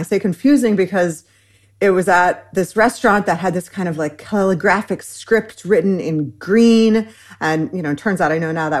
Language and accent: English; Michigan, United States; I'm Iranian American. I grew up in Michigan, but my dad and my mom's from Michigan.